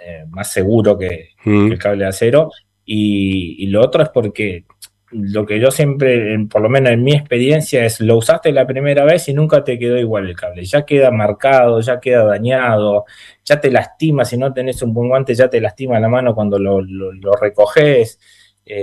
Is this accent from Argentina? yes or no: yes; Chaco, Argentina; soy del Chaco, que zona de mucho mate, también está muy, muy cerca de Corrientes